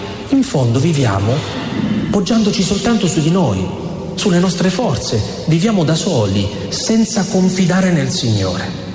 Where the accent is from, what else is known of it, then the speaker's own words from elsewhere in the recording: L'Aquila, Abruzzo, Italy; io che vengo dall'Aquila